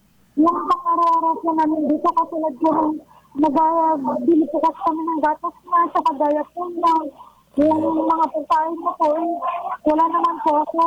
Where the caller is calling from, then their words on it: Mimaropa, Philippines; Barangay Santa Monica